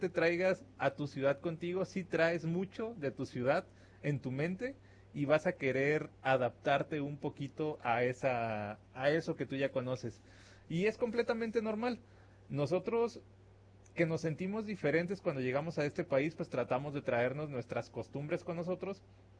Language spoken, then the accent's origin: Spanish; Mexico; a nosotros como mexicanos que no podemos vivir sin tortillas, decimos, ok, estoy en una nueva ciudad, ¿y ahora dónde voy a comprar tortillas?